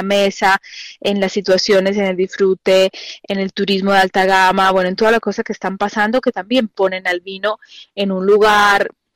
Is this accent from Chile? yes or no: no; Mendoza, Argentina; que también nos da esa identidad como mendocinos y viene como Argentina, ¿no?